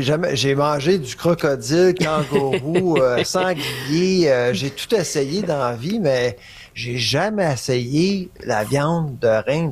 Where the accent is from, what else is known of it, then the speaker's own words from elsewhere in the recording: Quebec, Canada; moved away; also born or lived in Saskatchewan; Moi, j'ai vécu dans l'Ouest canadien, en Saskatchewan. Moi, je suis un Québécois.